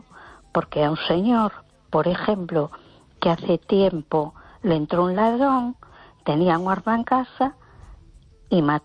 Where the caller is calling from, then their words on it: A Coruña, Galicia, Spain; de Coruña.